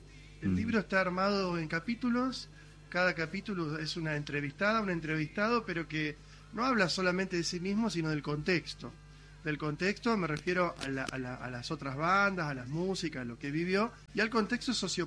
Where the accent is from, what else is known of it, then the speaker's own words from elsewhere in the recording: Esmeralda, Santa Fe, Argentina; born there; está Esmeralda, provincia de Santa Fe, que es donde yo nací.